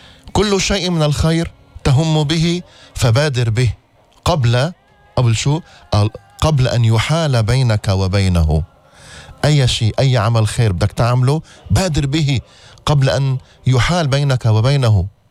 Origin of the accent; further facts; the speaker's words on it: Lebanon; بلدنا لبنان، لبنان الغالي